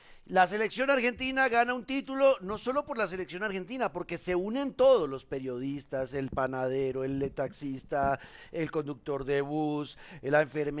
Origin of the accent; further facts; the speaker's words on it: Colombia; nosotros en Colombia